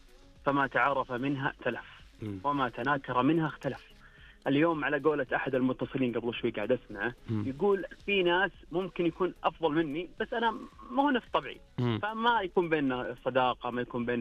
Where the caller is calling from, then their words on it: Riyadh, Riyadh Province, Saudi Arabia; أكلمكم من العاصمة الرياض